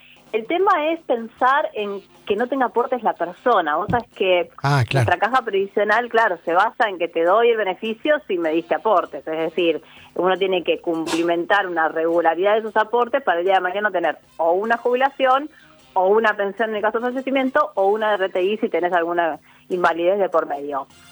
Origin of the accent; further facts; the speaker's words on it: Caseros, Buenos Aires Province, Argentina; Soy de Caseros yo también, así que vecino mío.